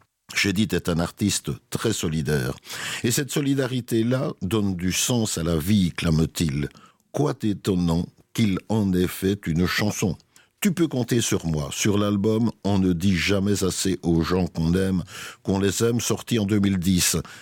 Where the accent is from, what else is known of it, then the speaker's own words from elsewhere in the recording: Brussels, Brussels-Capital Region, Belgium; chez nous, à Bruxelles